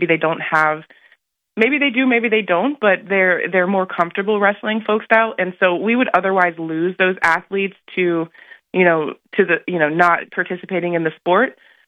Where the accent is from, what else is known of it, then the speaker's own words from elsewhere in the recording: New Jersey, United States; moved away as an adult; now in Arizona, United States; I'm from New Jersey, but my dad lives here in Arizona